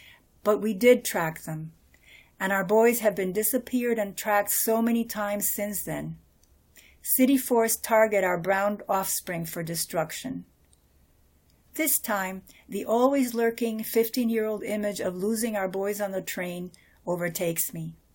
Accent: Cuba; because growing up in Cuba, and I don't know if this is the way it came to me or the way history was actually taught

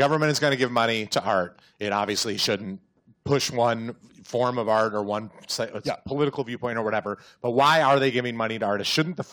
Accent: Midwest, United States; accent: Midwestern; Stop making fun of my Midwestern accent.

